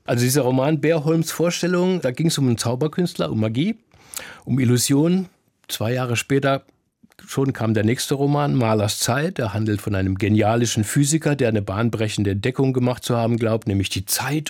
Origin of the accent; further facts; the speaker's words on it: Berlin, Germany; als Berliner